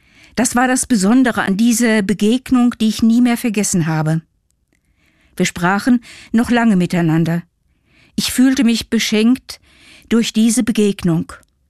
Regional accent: Germany; accent: German; Sie erkannte an meinem Akzent, dass ich Deutsche war.

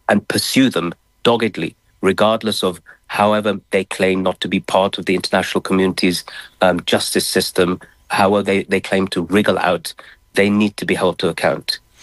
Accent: United Kingdom; I come from the United Kingdom

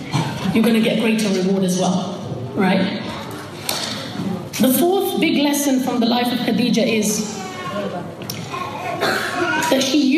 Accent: Hackney, London, United Kingdom; we grew up in Hackney. She used to walk on the streets of Hackney at a time when nobody wore hijab.

